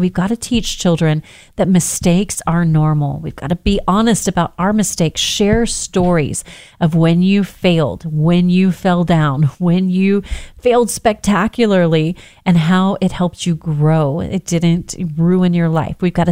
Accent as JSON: {"language": "English", "region": "the South", "country": "United States", "said": "I'm from the South."}